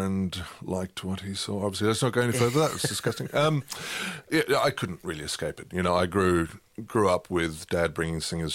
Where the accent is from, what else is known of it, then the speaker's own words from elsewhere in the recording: Lindenfels, Hesse, Germany; moved away; also born or lived in London, United Kingdom / Mannheim; Yeah, I was born in London because my dad was at Covent Garden at the time. And then we moved to Germany, to Mannheim. And then we moved to another place in Germany called Lindenfels, which is right in the middle of the Odenwald